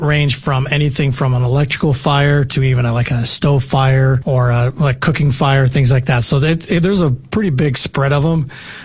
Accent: Arizona, United States; So I'm from here. I'm a native from Arizona.

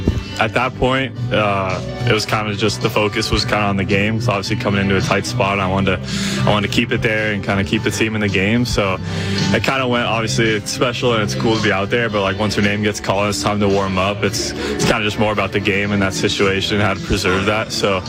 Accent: California, United States; Yeah, grew up a Dodger fan.

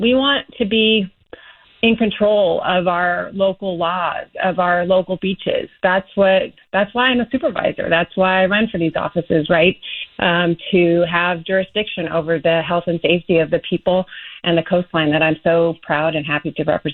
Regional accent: Santa Barbara, California, United States; I was born and raised in Santa Barbara and was here in 2015 when that pipeline burst.

